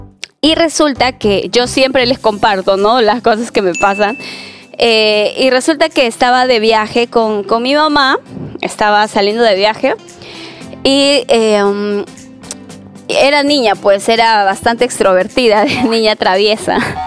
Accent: Peru; seguir apoyándonos como peruanos

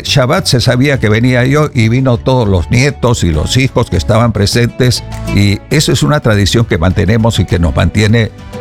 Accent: Peru; born there; nosotros somos parte del Perú, somos parte de la comunidad peruana, judíos de religión, pero nacidos peruanos y pensamos como peruanos y actuamos como peruanos.

